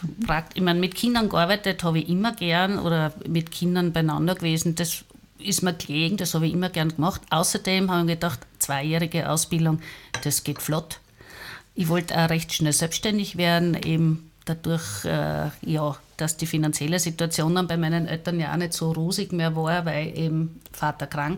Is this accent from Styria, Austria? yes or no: yes; Graz, Styria, Austria; Ja, also ich komme aus Graz. Ich bin vor ziemlich genau 60 Jahren in Graz-Maria-Trost geboren worden, in der Maria-Troster-Straße.